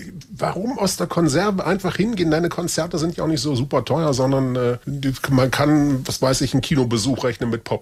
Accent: Baden-Württemberg, Germany; born or raised there

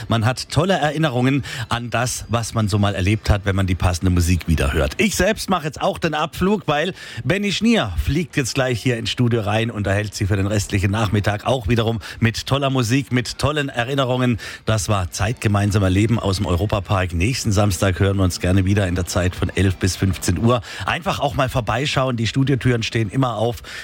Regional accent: Offenburg, Baden-Württemberg, Germany; dann Richtung Pforzheim gefahren bin, von Offenburg aus, von meiner Heimat.

